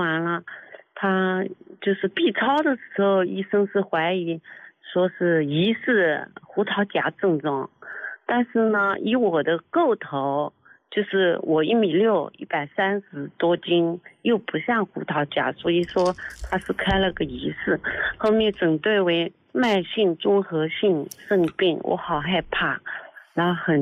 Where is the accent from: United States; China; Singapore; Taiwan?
China; Ningbo, Zhejiang; 我是宁波的，然后宁波这边中医院还是哪里，就是有好一点的。